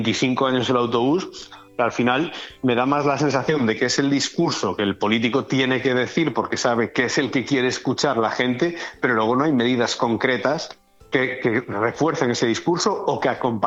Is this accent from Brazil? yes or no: no; Galicia, Spain